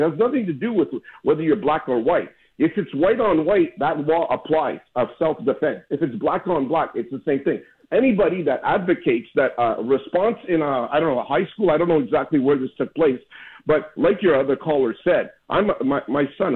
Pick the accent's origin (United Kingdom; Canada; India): Canada; I'm a Canadian. I'm up north.